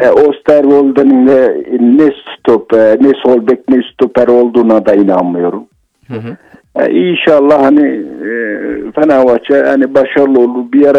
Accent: Afyonkarahisar, Turkey; born there; also born or lived in Kocaeli; Afyon'dan arıyorum. Birinci doğduğum yer.

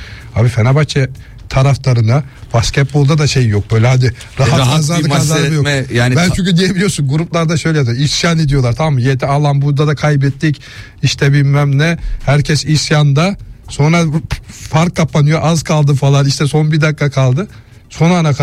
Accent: Giresun, Turkey; moved away; Biz Giresunlular olarak

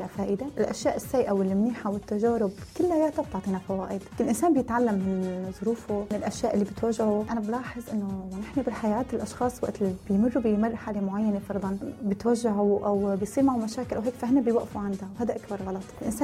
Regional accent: Aleppo, Aleppo Governorate, Syria; moved away as an adult; also born or lived in Dubai; now in Gaziantep, Turkey

